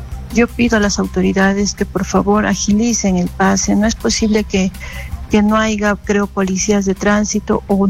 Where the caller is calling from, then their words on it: Casapalca, Lima, Peru; de Casapalca.